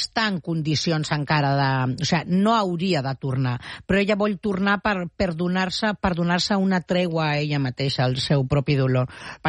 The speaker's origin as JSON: {"language": "Catalan", "region": "Catalonia", "country": "Spain", "moved": "yes", "lives_now": "Madrid, Spain", "said": "jo sóc catalana."}